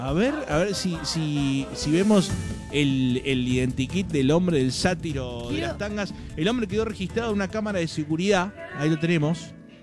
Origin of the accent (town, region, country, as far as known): Argentina